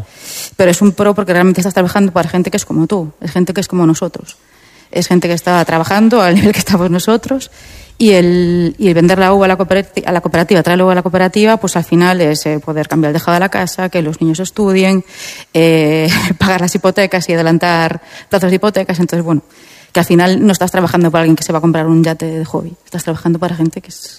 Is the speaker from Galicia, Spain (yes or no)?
yes; Vilagarcía de Arousa, Galicia, Spain; Tenemos el referente de donde yo soy, de Villa García de Arousa